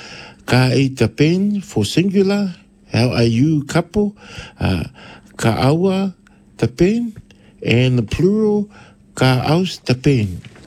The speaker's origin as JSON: {"language": "English", "country": "Samoa", "moved": "yes", "lives_now": "Wellington, New Zealand", "said": "I am a person from, I would say, Ngaule ni Samoa. I had to think about where I'm from."}